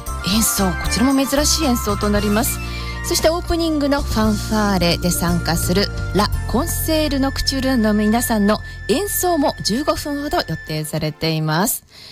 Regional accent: Uozu, Toyama, Japan; 私は村木出身なんですけれども、村木地区の出身なんですけれども

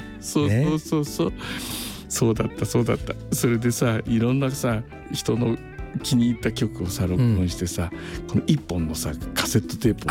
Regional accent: Chichibu, Saitama, Japan; moved away; 僕が生まれ育ったところは、秩父市にあった

